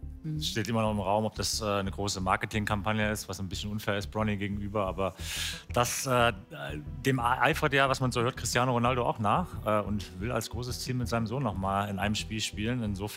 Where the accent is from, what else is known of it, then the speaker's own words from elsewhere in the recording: Leipzig, Saxony, Germany; Genau, ich bin gebürtiger Leipziger und wahrscheinlich komme ich jetzt bei meinen Eltern nicht mehr rein.